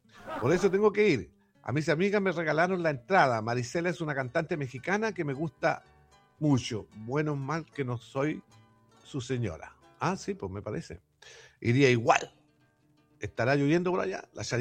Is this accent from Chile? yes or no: yes; Chile; yo creo que todos somos chilenos.